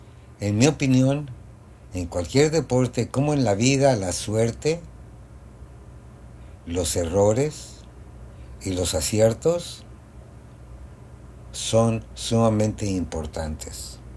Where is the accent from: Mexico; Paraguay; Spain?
Mexico; Porque el año pasado la tenía programada, pero no, como buen mexicano.